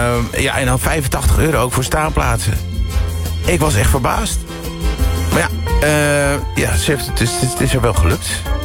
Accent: Amsterdam, North Holland, Netherlands; Ik ben opgegroeid in Amsterdam.

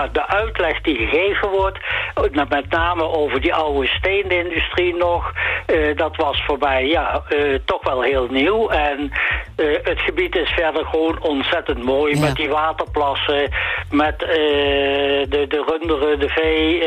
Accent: Nijmegen, Gelderland, Netherlands; En ik ben zelf geboren en getogen Nijmegenaar.

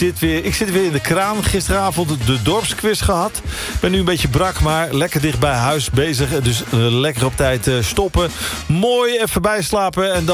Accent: Amsterdam, North Holland, Netherlands; now in Veluwe, Netherlands; En ik ben echt een jongen ondertussen van het platteland geworden. Ik ben wel opgegroeid in Amsterdam-West. Maar ik heb langer gewoond op de Veluwe.

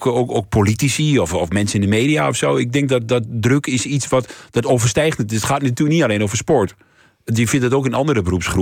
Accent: Glanerbrug, Overijssel, Netherlands; ik kom uit Glanerbrug, klein dorpje van niks eigenlijk, tussen Enschede en Duitsland.

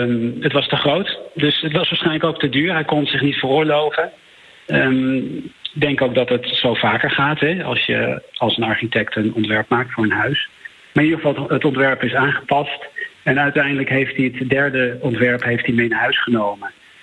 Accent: Netherlands; je komt hier aan in New York, grote stad, als Nederlander

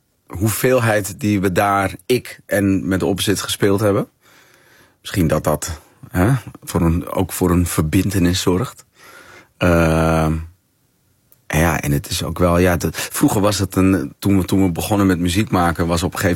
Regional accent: De Rijp, North Holland, Netherlands; born there

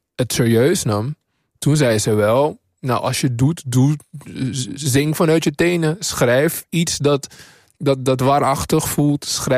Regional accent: Suriname; Toen ik in Suriname opgroeide op de middelbare school

